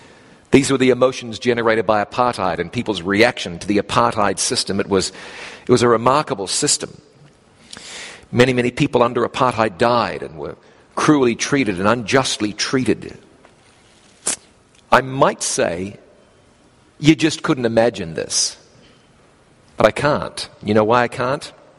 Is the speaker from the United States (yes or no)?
no; Waikato, New Zealand; Growing up in New Zealand, our ties with South Africa were very strong owing to rugby.